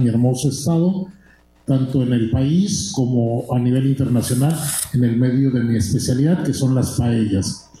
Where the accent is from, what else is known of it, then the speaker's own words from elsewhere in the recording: Tlaxcala, Mexico; su servidor soy originario de Tlaxcala, orgullosamente y con el corazón en alto me ha tocado representar a mi hermoso estado